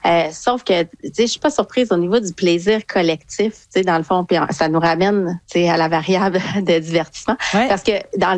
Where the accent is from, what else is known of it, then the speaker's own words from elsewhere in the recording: Saguenay, Quebec, Canada; Je viens du Saguenay.